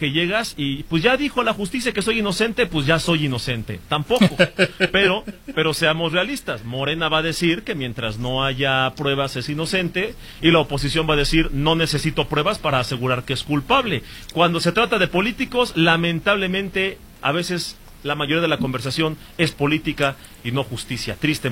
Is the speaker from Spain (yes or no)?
no; Michoacán, Mexico; yo soy de Michoacán